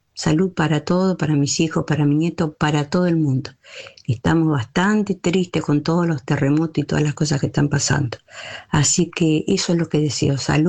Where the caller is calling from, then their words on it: General Pico, La Pampa, Argentina; Te hablo de General Pico.